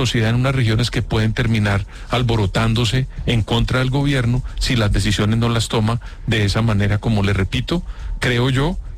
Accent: Colombia; Lo que trato de decir es que yo, como colombiano, esperaría que frente al fenómeno del Niño

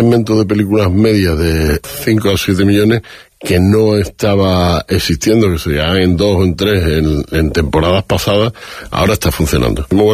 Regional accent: Huelva, Andalusia, Spain; una película de chavales en Huelva, mi tierra

